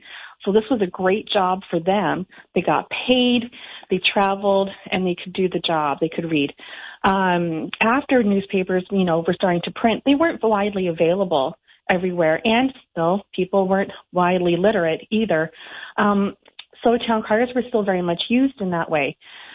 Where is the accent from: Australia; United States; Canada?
Canada; Collingwood, Ontario; also born or lived in Ottawa; now in Hanover, Canada; I became a town crier for the Bygone Days Heritage Village, which is outside of Collingwood, Ontario, my hometown.